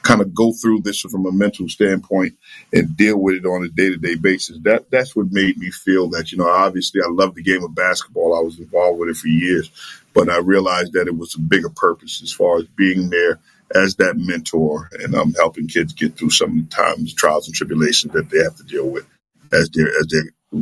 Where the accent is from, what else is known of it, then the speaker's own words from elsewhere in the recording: South Bronx, New York, United States; growing up in the South Bronx, ironically, I didn't know how tough it was until I got older because everyone was going through the same thing.